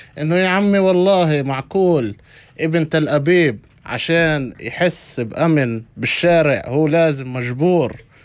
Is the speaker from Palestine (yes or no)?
yes; Palestine; هذا حق إلنا كفلسطينيين موجودين هون في البلاد